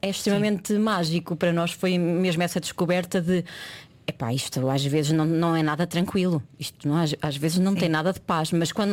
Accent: Leiria, Centro, Portugal; Eu sou de Leiria, o Pedro é do Porto, mas estávamos a viver já em Leiria há alguns anos.

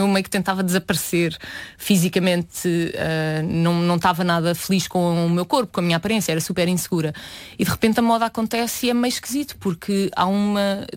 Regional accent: Peniche, Leiria, Portugal; Vinha de Peniche, não tinha acesso nenhum ao meio da cultura. Vir a Lisboa para ver espetáculos era uma coisa que não acontecia na minha família

